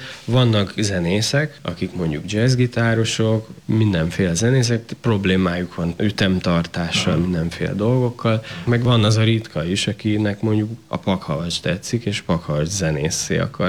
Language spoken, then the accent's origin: Hungarian; Hungary; ez egy magyar gyerek, aki ezt az indiai zenét műveli.